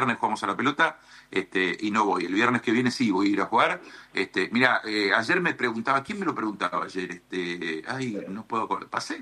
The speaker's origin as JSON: {"language": "Spanish", "town": "Billinghurst", "region": "Buenos Aires Province", "country": "Argentina", "said": "Yo soy acá de San Martín, de Billinghurst, y yo jugué en Chacarita, porque la posibilidad de jugar."}